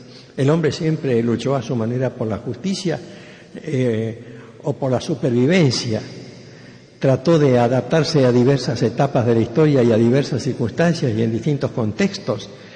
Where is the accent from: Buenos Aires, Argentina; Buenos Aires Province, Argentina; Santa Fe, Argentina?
Santa Fe, Argentina; Rosario; nació casi al lado de mi casa, porque yo soy rosarino y yo también, y éramos del mismo barrio.